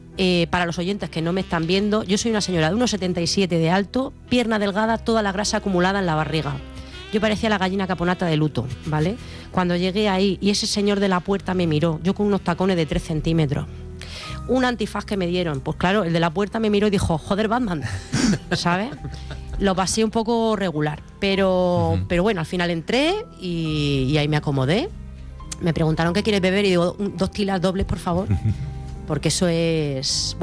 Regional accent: Bilbao, Basque Country, Spain; ya me di cuenta de que era otra cosa, pero yo soy de Bilbao, no podía reculear.

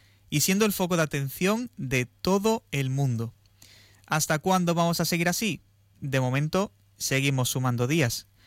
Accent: Ceuta, Spain; Y somos nosotros, los ceutíes

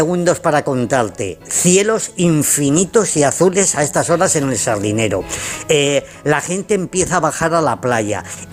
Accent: Zamora, Castile and León, Spain; Como soy de Zamora y soy muy chulo

